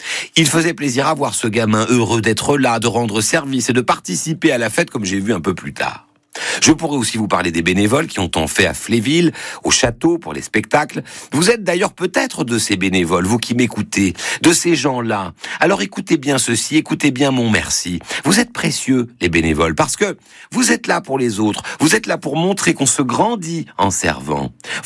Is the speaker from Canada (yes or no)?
no; Grand Est, France; On les voit souvent chez nous, en Lorraine.